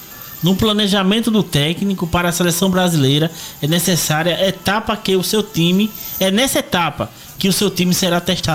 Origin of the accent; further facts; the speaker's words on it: Brazil; E nós, como brasileiros, torcedores